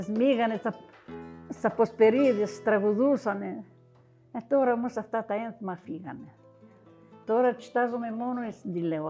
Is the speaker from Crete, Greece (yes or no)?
yes; Vorizia, Crete, Greece; Εγώ ήμουν και από τα Βορίζα, δεν ήξερα και πολλά.